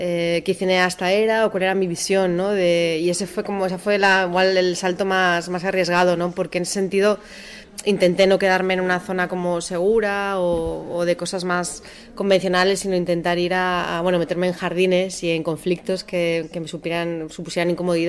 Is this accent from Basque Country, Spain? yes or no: yes; Basque Country, Spain; Yo soy del País Vasco y es como vasco.